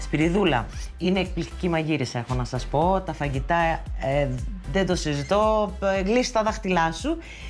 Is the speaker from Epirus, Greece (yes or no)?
no; Lithines, Crete, Greece; Δεν μπορεί να είμαι στην Κρήτη και συγκεκριμένα στο χωριό μου στις Λιθίνες